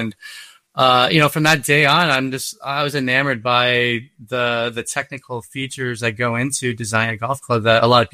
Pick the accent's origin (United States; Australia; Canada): Canada; born there; So I was born in Canada, had to go through, get my citizenship to get clearance to work for a defense company.